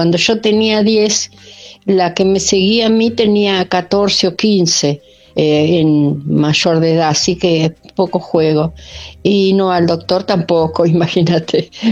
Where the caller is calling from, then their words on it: La Plata, Buenos Aires Province, Argentina; de La Plata.